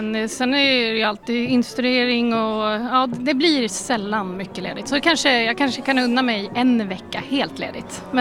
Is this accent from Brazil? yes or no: no; Åland Islands; moved away; ska vara hemma på Åland där jag kommer ifrån.